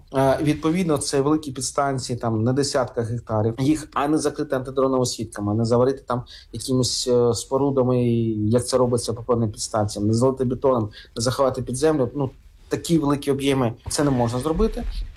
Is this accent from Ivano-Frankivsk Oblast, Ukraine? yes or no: no; Kharkiv Oblast, Ukraine; це або моя рідна Харківщина, або Чернігівщина, Сумщина, або наш рідний Київ, Київська область.